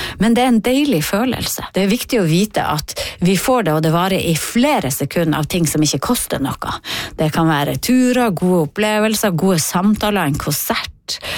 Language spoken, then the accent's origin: Norwegian; Northern Norway, Norway; vi er jo nordlendinger